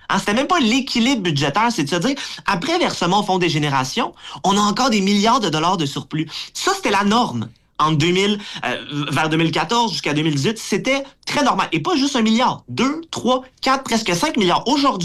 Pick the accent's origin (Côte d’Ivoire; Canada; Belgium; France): Canada; Quebec; en tant que Québécois, en tant que Canadien